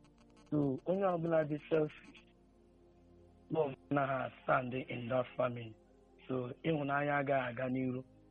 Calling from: Aba, Abia, Nigeria; I am calling from Aba.

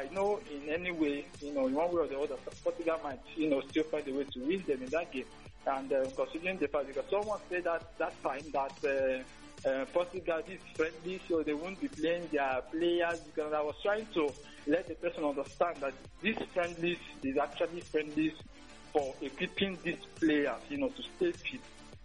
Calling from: Nigeria; I'm calling from Foshio Daba.

